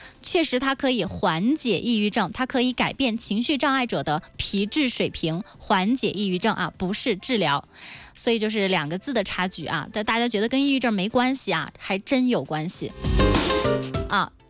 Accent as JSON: {"language": "Chinese", "region": "Qinghai", "country": "China", "said": "但是看咱们青海人选青对不对啊。"}